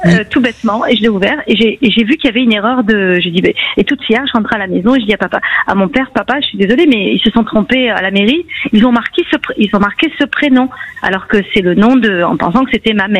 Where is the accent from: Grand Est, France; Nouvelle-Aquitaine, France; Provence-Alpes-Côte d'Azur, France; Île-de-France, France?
Île-de-France, France; Versailles; born there; Je suis née à Versailles.